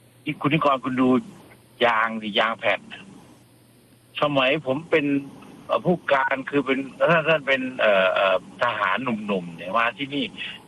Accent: Southern Thailand, Thailand; ท่านพูดกับผมในฐานะเป็นคนใต้เรื่องโครงการซ่อมถนนจวด

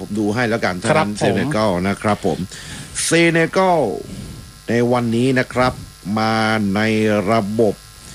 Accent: Southern Thailand, Thailand; ใช่ถ้าสวนยางเนี่ยผมก็เป็นคนใต้เหมือนกันก็เรียกว่าตอนกลางคืนในช่วงนี้เนี่ยใช่เลยเวลาที่ชาวสวนยาง

